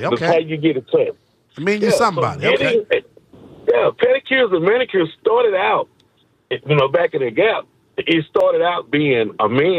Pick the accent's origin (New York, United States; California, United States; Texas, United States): Texas, United States; Fort Worth; No, I'm from Fort Worth, Texas. Fort Worth, Texas.